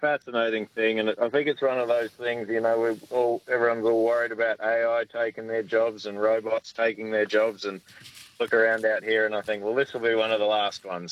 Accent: Perth, Western Australia, Australia; I'm from Perth originally.

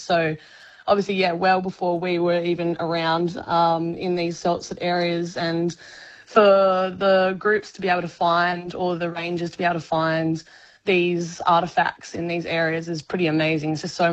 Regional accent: Geraldton, Western Australia, Australia; I grew up in Geraldton and did my last couple of years of high school in Geraldton as well. Then moved away, did a bit of study over east, doing marine biology over there. Then came back to Western Australia

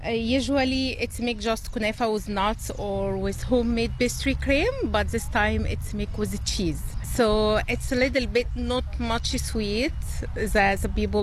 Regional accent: Egypt; Marhaba, hi, how are you doing? … from Egypt.

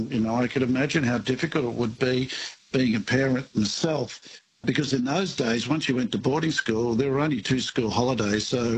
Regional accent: Rockhampton, Queensland, Australia; born there; and I was born in Rockhampton in Queensland.

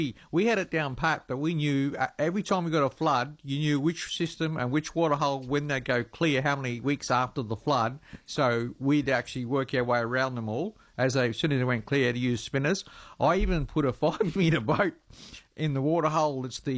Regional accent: Longreach, Queensland, Australia; I come from Longreach, and we used to use Celtic spinners

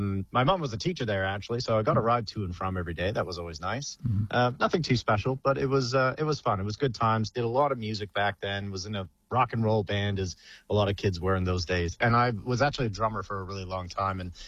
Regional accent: Calgary, Alberta, Canada; now in Hervey Bay, Australia; So that was back in Calgary again, so hometown.

